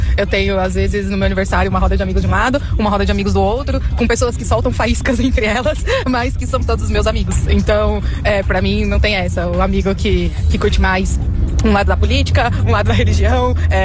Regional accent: São Paulo, Brazil; Sou da BC Paulista, São Paulo. E eu sou a amiga que tem todas as tribos ao redor, sabe?

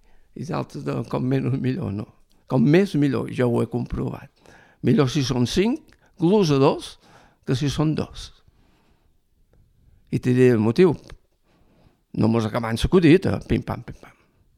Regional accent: Ferreries, Balearic Islands, Spain; born there; jo vaig néixer aquí a Ferreries, i en els 9 anys van anar al camp.

